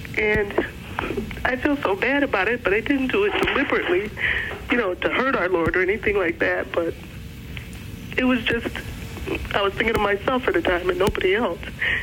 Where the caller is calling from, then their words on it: Chicago, Illinois, United States; I'm calling from Chicago.